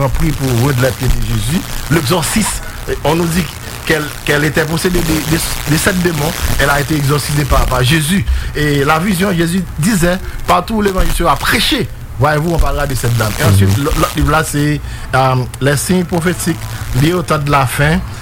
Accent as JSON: {"language": "French", "country": "Haiti", "said": "Et la négritude, nous sommes des Noirs, nous qui sommes des Haïtiens."}